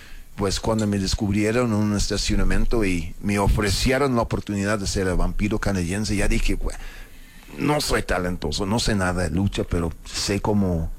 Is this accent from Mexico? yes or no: yes; Mexico City, Mexico; Soy chilango con acento, pues yo qué hago, ¿no?